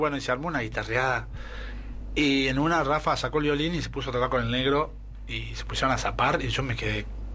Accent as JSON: {"language": "Spanish", "region": "Salta", "country": "Argentina", "said": "Ya que soy de Salta"}